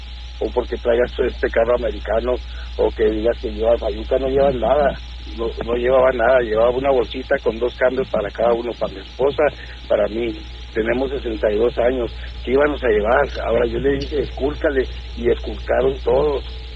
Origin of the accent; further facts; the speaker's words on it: Valle de Juárez, Chihuahua, Mexico; born there; Yo soy nacido en el Valle de Juárez 100%.